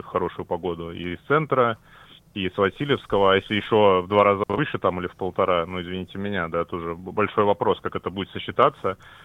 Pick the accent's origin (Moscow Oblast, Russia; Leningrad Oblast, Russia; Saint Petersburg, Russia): Saint Petersburg, Russia; нам бы, петербуржцам